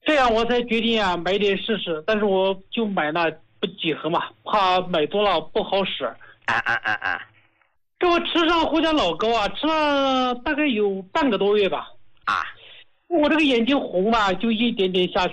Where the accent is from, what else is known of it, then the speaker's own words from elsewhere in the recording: Hubei, China; 我是胡家老哥的受益者，我是湖北人，